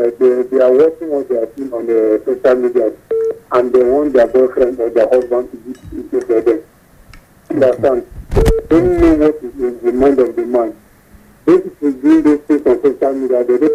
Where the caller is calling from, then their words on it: Nigeria; from Yokobale.